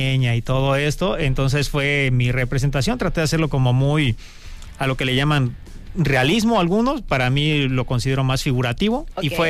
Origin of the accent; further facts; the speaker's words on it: Coyuquilla Norte, Guerrero, Mexico; Y fue en mi pueblo, Coyuquilla Norte, un pueblo hermosísimo en la Costa Grande, aquí del estado de Guerrero, perteneciente al municipio de Petotlán